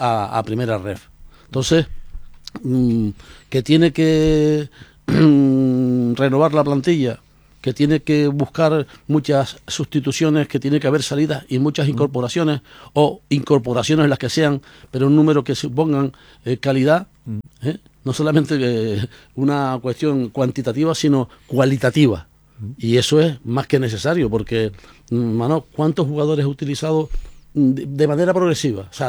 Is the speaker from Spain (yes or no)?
yes; Canary Islands, Spain; playa del Médano en mi tierra